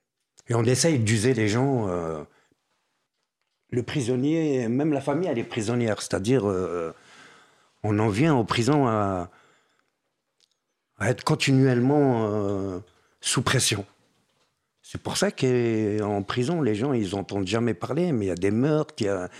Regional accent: Paris, Île-de-France, France; moi en tant que Parisien, je me suis retrouvé à l'île Doré.

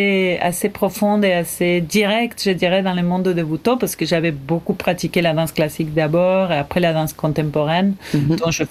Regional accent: Entre Ríos, Argentina; French is a second language; also born or lived in Córdoba; je peux dire que je suis née à Cordoba. Après, j'ai grandi plus en Entre Ríos, justement du côté de l'Uruguay

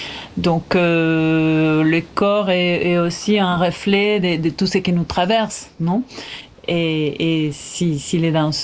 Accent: Entre Ríos, Argentina; also born or lived in Córdoba; je peux dire que je suis née à Cordoba. Après, j'ai grandi plus en Entre Ríos, justement du côté de l'Uruguay

